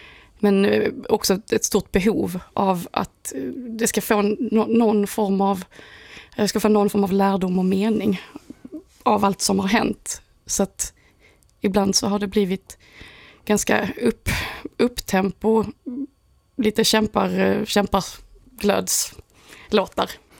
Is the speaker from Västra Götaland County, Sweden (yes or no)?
no; Helsingborg, Skåne, Sweden; born there; moved away; also born or lived in Stockholm; Jag spelar i Helsingborg, min hemstad. Och sen spelar jag i Stockholm som också är min hemstad.